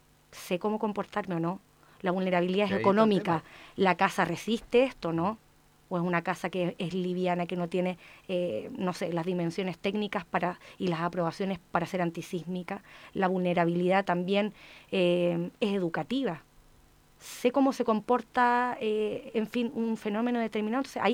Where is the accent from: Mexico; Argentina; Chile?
Chile